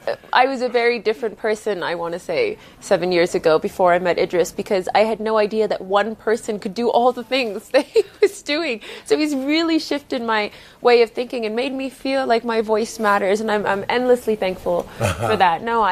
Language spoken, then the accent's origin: English; Canada; I'm also Canadian. You know, we just love to be loud and vocal.